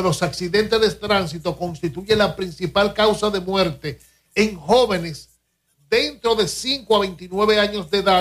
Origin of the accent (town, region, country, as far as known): Dominican Republic